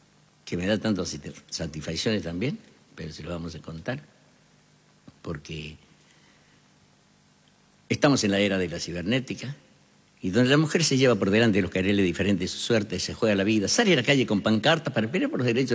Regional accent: Córdoba, Argentina; Yo soy de Córdoba, de todos, pero no soy de ninguno en particular.

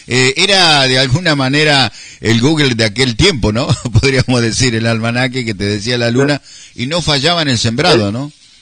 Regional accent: Gálvez, Santa Fe, Argentina; now in Santa Fe, Argentina; Yo recuerdo en mi infancia, en mi pueblo, en mi ciudad Gálvez, en mi niñez ahí, aunque yo nací acá en Santa Fe, pero a los 2 años mis padres me llevaron hasta allá

